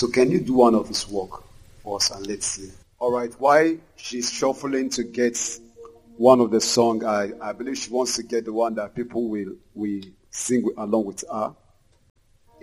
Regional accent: Lagos, Nigeria; I said, I'm an artist from Lagos.

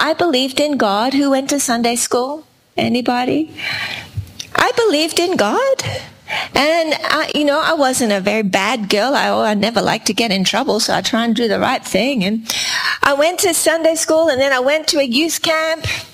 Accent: Australia

